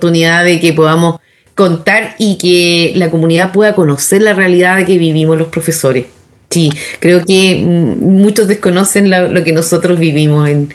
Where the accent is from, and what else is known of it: Chile